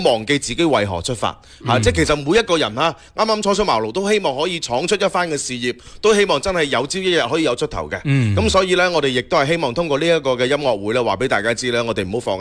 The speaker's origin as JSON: {"language": "Cantonese", "region": "Guangdong", "country": "China"}